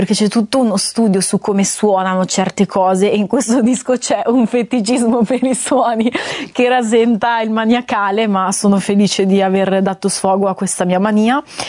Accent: Friuli-Venezia Giulia, Italy; cantautrice anche lei più o meno delle mie parti, friulana

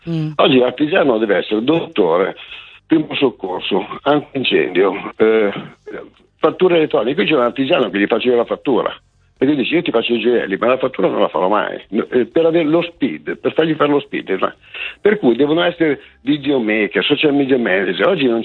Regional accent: Milan, Lombardy, Italy; noi siamo milanesi, siamo un po' bauscia

